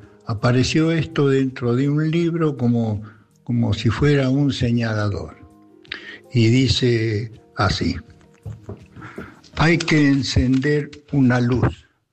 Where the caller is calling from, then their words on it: Mar del Plata, Buenos Aires Province, Argentina; de Mar del Plata